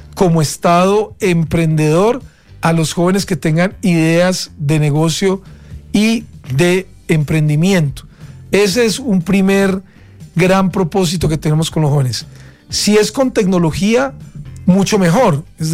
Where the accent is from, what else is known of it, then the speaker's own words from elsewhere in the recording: Riosucio, Caldas, Colombia; yo no soy de Bogotá, yo soy de un pueblo que se llama Río Sucio Caldas y soy caldense, es decir, yo soy de provincia